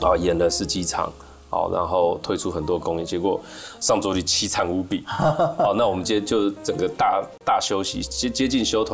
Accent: Chiayi, Taiwan; 我们自己 run 一个剧团，而且那这个剧团很单纯很简单，我就是想在我的家乡做。

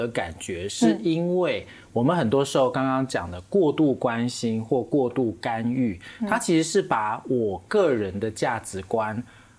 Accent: Taiwan; 我们其实台湾人

